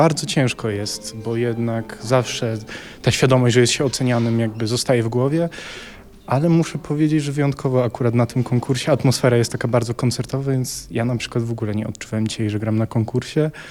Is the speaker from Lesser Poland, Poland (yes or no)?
yes; Lesser Poland, Poland; now in Poznań, Poland; jestem z Podhala, moi rodzice są z Podhala